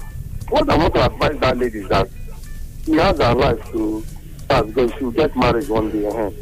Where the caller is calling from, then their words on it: Asaba, Delta, Nigeria; Okay, I'm calling from Asaba Airport.